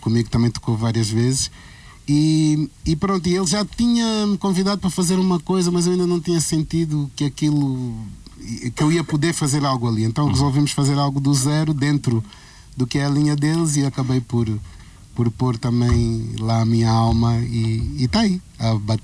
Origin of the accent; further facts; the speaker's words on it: Lisbon, Portugal; Então, mesmo crescendo aqui em Portugal, indo sempre a Angola e estando sempre nesses dois continentes, eu aqui encontrei muitas Áfricas também, né?